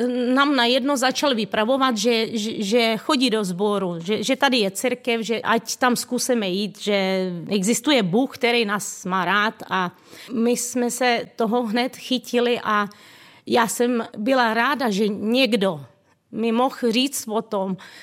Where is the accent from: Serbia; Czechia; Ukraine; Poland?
Ukraine; now in Czech Republic; jsem původem z Ukrajiny